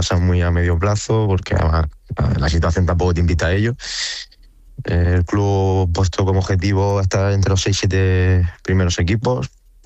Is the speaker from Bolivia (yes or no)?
no; Spain; Hay 5, somos 5 españoles en el cuerpo técnico también, que he intentado traer.